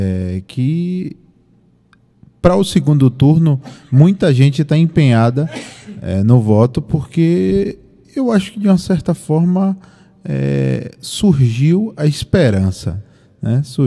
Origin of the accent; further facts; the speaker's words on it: Itatim, Bahia, Brazil; Um pessoal que já é de Itatim, nascido e criado em Itatim. … Acho que muita gente conheceu aqui na rua 7 de Setembro. Inclusive, resido lá até hoje.